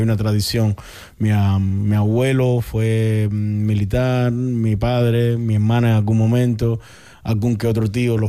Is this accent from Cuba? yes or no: yes; Cuba; moved away; como bien dices, soy cubano y cuesta migrar y cuesta adaptarse a la cultura, a la idiosincrasia y a la vida fuera de tu país.